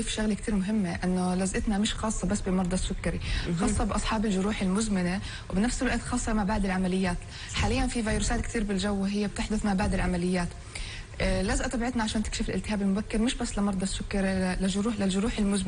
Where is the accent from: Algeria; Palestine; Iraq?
Palestine; احنا بمجتمع فلسطيني دائما في تحديات.